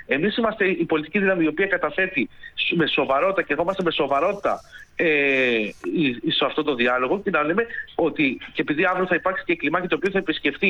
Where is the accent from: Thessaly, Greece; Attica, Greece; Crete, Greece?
Attica, Greece; Τυχαίνει, όπως γνωρίζετε, είμαι από την Ανατολική Αττική και ειδικότερα από αυτό το κομμάτι της Ανατολικής Αττικής